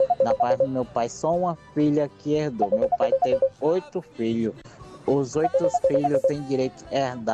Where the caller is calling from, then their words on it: Bahia, Brazil; eu falo da Bahia.